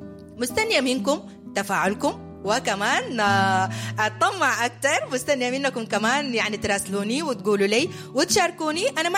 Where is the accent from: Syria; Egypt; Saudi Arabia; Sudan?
Sudan; بلدنا السودان